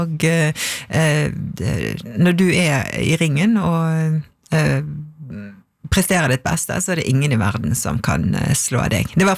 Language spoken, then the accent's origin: Norwegian; Vestland, Norway; det ligger rett ned for Stolsen, den berømte Stolskleiven, og det var jo mitt, det var jo der jeg vokste opp og brukte mye tid der, og på Fløyen og på Rundemann, og elsket det.